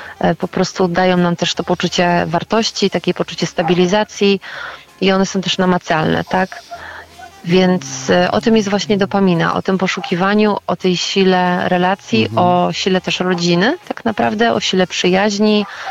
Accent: Silesian Voivodeship, Poland; moved away; jestem wiesz dumna, że jestem ze Śląska.

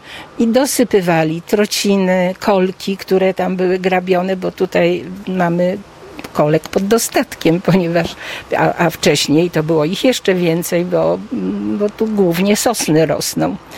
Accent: Drewniak, Masovian Voivodeship, Poland; born there; Ja mieszkałam w Drewniaku, urodziłam się po prostu w Drewniaku, a nie w Świdermajerze.

